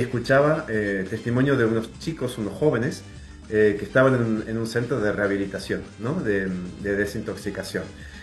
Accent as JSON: {"language": "Spanish", "town": "María Grande", "region": "Entre Ríos", "country": "Argentina", "said": "muy cerca de mi pueblo, en María Grande, en Entre Ríos"}